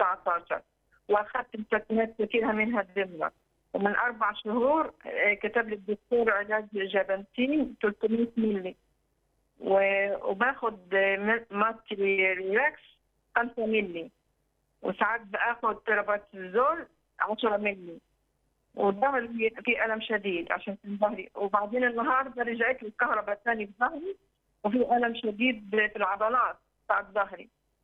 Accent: Sohag, Sohag Governorate, Egypt; انا بنت الرب من سوهاج

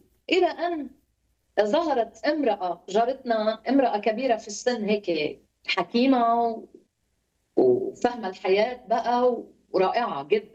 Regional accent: Lebanon; accent: Lebanese; كل كلمه لبنانيه تطلع مني تترجم مصري على طول في اسم يسوع. سو لهجتي منيحه بالمصري صح؟

